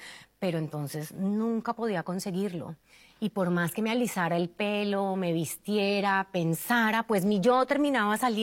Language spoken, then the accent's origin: Spanish; Cali, Valle del Cauca, Colombia; Yo soy de Cali y Cali parece una ciudad muy liberal porque es de tierra caliente, tiene como 7 o 9 ríos que la atraviesan y son unos ríos espectaculares con piedras